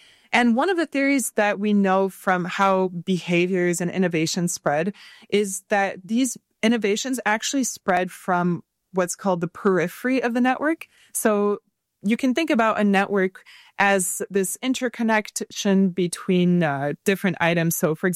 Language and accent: English; Paris, Île-de-France, France; moved away